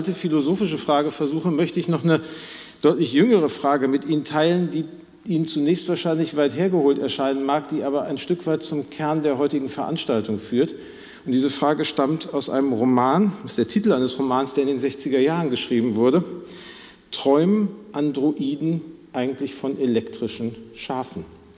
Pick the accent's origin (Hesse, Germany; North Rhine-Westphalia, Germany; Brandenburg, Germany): North Rhine-Westphalia, Germany; Gelsenkirchen; now in Hamburg, Germany; ich komme aus Gelsenkirchen.